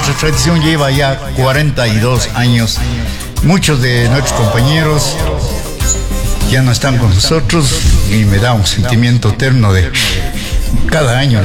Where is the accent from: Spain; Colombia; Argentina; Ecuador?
Ecuador; Cuenca, Azuay; Yo soy naciente del barrio Padrón.